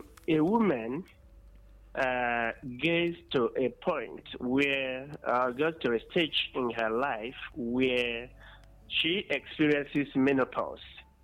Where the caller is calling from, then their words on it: Ebonyi, Nigeria; I'm calling in from Akese in Ebonyi State.